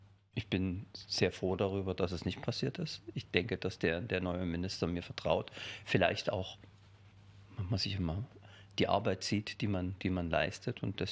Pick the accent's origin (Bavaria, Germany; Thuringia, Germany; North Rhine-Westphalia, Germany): Thuringia, Germany; Hirschberg; Also ich bin gebürtiger Thüringer, bin 1965 in Hirschberg an der Saale geboren, im südöstlichsten Zipfel Thüringens, kann man sagen, genau an der Grenze zwischen Bayern, Thüringen und Sachsen. Bin ja Thüringer Vogtländer